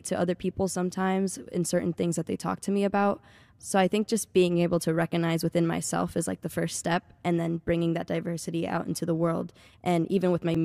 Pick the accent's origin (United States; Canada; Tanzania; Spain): Spain; But I always have to tell them, no, I'm from Spain and my dad's from here, from Dorchester.